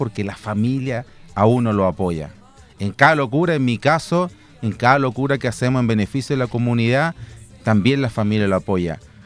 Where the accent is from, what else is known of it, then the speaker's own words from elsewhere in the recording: Santa Cruz, O'Higgins, Chile; now in Colina, Chile; en la década del 70, cuando llegamos de Santa Cruz aquí a la comuna de Colina.